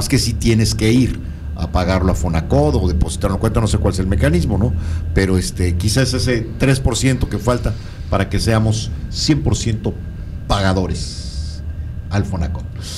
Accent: Tabasco, Mexico; somos los tabasqueños

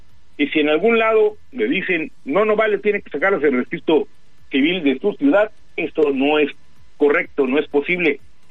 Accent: Mexico City, Mexico; born there; now in Tapachula, Mexico; yo nací en la Ciudad de México, y para ir a sacar un acta de nacimiento, imagínese, trasladarme desde Tapachula hasta la Ciudad de México

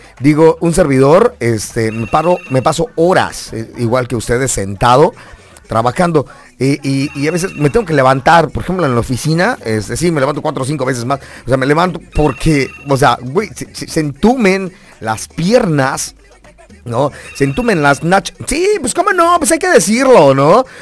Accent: Mexico

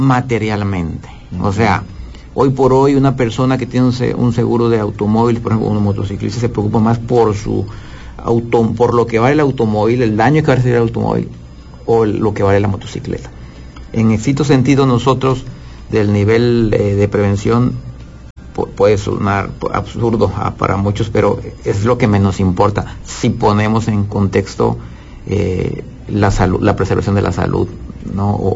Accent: Mexico; Pero tú sabes, como todo mexicano, pues nos vamos olvidando y dando prioridades

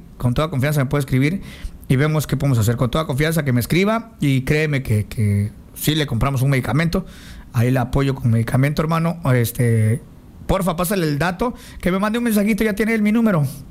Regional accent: Chiapas, Mexico; Soy un poquito chinto, soy de Chiapas.

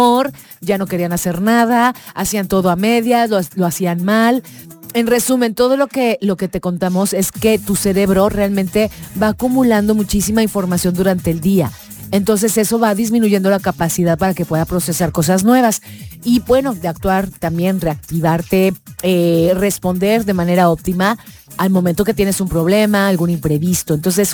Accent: Mexico; Es que como los mexicanos nos dan la mano y agarramos el pie.

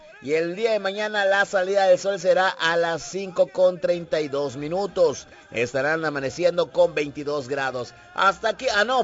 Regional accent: Villaflores, Chiapas, Mexico; moved away; Norte, le decimos ahí en mi pueblo.

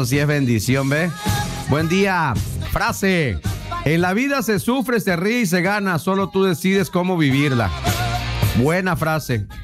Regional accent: Tabasco, Mexico; aquí desde el sector 5. Eso, de mi tierra, Pomoca querida, Pomoca dorada.

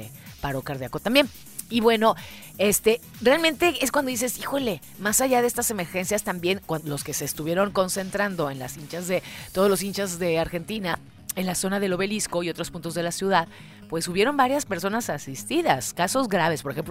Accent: Mexico; ¡Qué buenos somos los mexicanos en clavados!

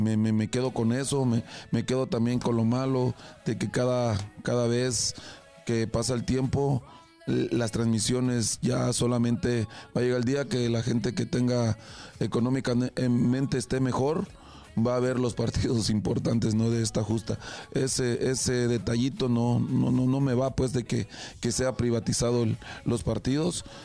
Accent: Mexico

